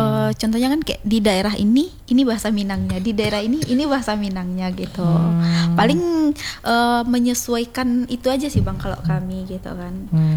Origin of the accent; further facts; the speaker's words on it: Batusangkar, West Sumatra, Indonesia; kalau menurut orang, kalau aku dari Batu Sangkar ya, lita itu tuh lapar gitu.